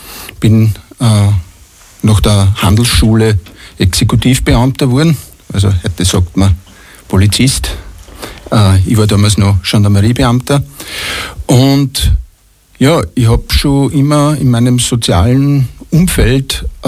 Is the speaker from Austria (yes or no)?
yes; Klosterneuburg, Lower Austria, Austria; Ich bin multimedialer Künstler aus Niederösterreich, Bezirk Tulln, geboren in Klosterneuburg